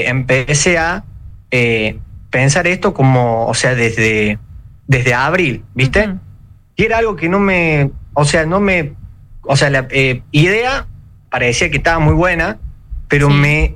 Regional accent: Córdoba, Argentina; accent: Cordoban; Capital, sí, Córdoba capital.

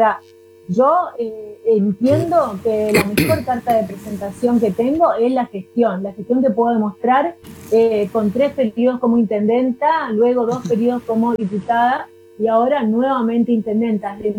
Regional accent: Argentina; como ciudadana, como argentina

